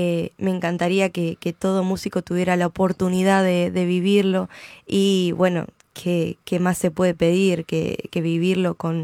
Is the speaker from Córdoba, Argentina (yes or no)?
no; La Matanza, Buenos Aires Province, Argentina; also born or lived in Santiago del Estero; somos criados en el conurbano bonaerense. En La Matanza.